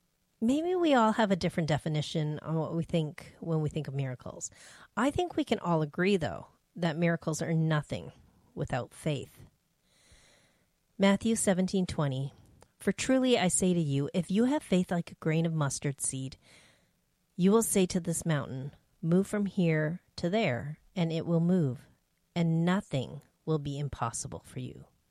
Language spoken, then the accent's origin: English; Canada; sponsored us to Canada. And you could say, the rest is history. Here I am. Throughout that time, growing up in Canada, God planted seeds in my life.